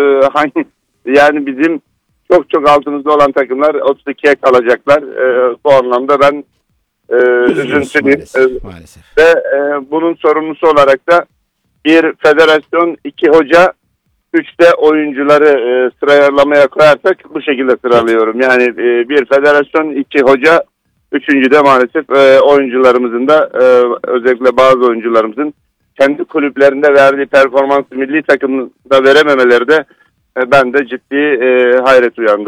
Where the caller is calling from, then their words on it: Ankara, Turkey; Zaman zaman da katılıyorum Ankara'dan.